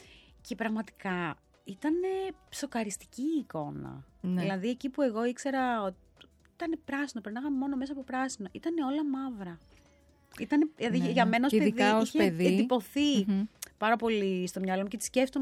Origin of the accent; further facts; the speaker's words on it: Corfu, Ionian Islands, Greece; Εγώ είμαι από την Κέρκυρα, η καταγωγή μου τέλος πάντων. Στην Κέρκυρα, για όσους έχετε πάει, όσους δεν έχετε πάει, το κάνετε. Είναι πάρα πολύ πράσινη.